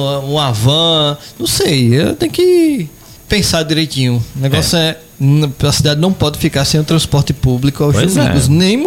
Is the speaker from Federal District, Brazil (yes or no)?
no; Penedo, Alagoas, Brazil; Há muito tempo eu cresci tendo ônibus em Penedo.